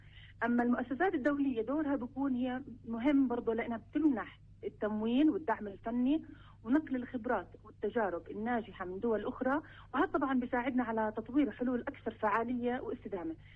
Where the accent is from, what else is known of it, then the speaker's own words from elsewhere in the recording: Palestine; إحنا بالنسبة كفلسطينيين